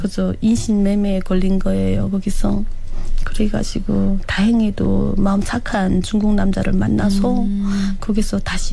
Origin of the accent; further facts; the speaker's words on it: Hwanghae, North Korea; moved away as an adult; now in South Korea; 남한 정착 8개월 차인 황해도가 고향인